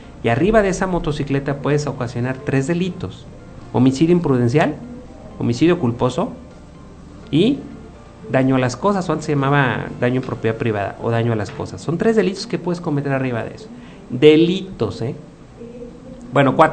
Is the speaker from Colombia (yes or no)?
no; Mexico; porque somos mexicanos.